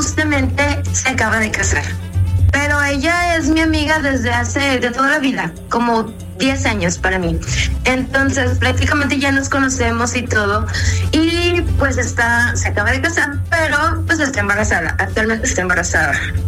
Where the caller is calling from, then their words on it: Nuevo León, Mexico; En Nuevo León.